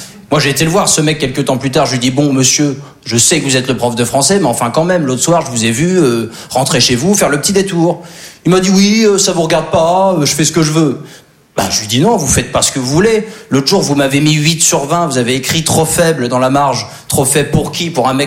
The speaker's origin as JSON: {"language": "French", "region": "Normandy", "country": "France", "said": "Alors moi, je suis originaire de Basse-Normandie."}